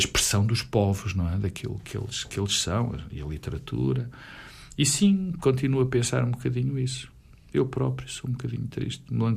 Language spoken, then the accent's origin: Portuguese; Portugal; Eu, por exemplo, nasci no Estado Novo